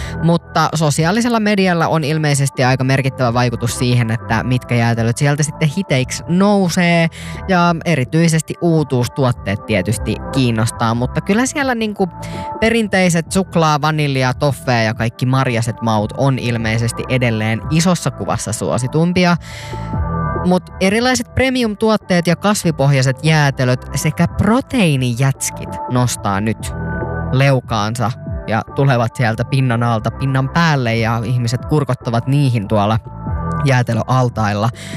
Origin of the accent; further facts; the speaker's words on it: Pori, Satakunta, Finland; moved away; kotikaupungistani Porista